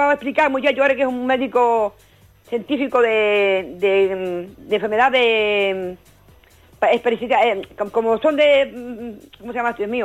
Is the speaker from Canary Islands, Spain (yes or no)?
yes; Canary Islands, Spain; Que somos los canarios, tío.